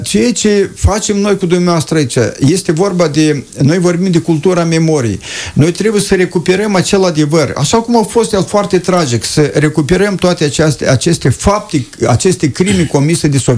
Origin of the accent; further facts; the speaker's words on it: Căușeni, Căușeni District, Moldova; eu sunt din Căușeni, am prins foști deportați care se adunau ei între dânși și ei între dânși vorbeau.